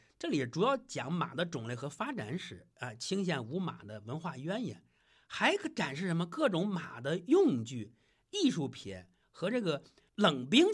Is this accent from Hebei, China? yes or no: yes; Cangzhou, Hebei, China; 我说我沧州的。